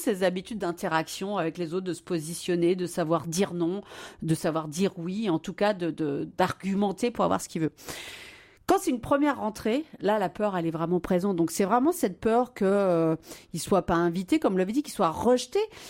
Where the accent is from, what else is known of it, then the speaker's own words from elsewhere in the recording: Pays de la Loire, France; now in L'Île-d'Olonne, France; je suis moi-même vendéenne, donc puisque je suis à l'Île-d'Olonne à côté des Sables-d'Olonne.